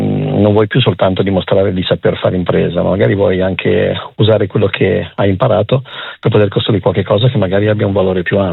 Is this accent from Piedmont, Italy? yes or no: no; Genoa, Liguria, Italy; born there; also born or lived in Brescia; now in Camogli, Italy; io sono nato a Genova, nella zona